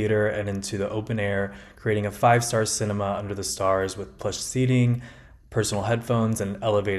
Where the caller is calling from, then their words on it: Miami, Florida, United States; I'm calling from Miami, Florida